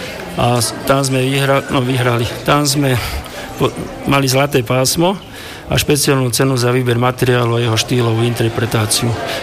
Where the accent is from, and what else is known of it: Nitra Region, Slovakia